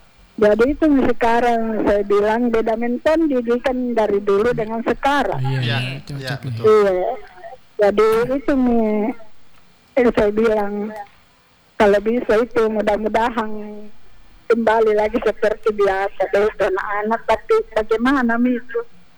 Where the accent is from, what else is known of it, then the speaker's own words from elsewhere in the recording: South Sulawesi, Indonesia; Saya kan asli Macini. Di Macini saya lahir.